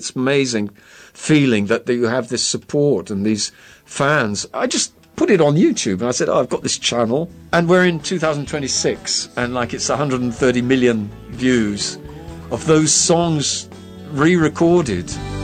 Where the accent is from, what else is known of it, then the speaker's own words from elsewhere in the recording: England, United Kingdom; moved away as an adult; now in Brazil; So, yes, 53 years of Brazil and 21 years of England makes me twice as Brazilian as I am English in a way.